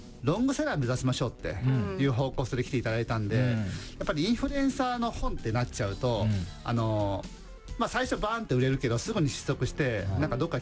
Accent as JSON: {"language": "Japanese", "region": "Kansai", "country": "Japan", "accent": "Kansai dialect", "moved": "yes", "lives_now": "Tokyo, Japan", "said": "一応関西弁はねネイティブではあるのですけれども、うんね、やっぱり東京に来て喋ることってまあまあないじゃないですか"}